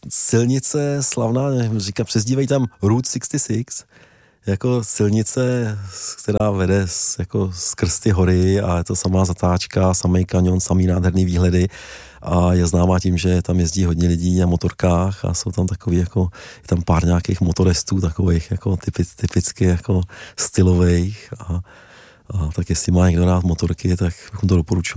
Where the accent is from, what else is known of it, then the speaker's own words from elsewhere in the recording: Bohemia, Czechia; also born or lived in Ireland; já jsem z Čech, jako zvyklý na to, že jsou všude turistické cesty.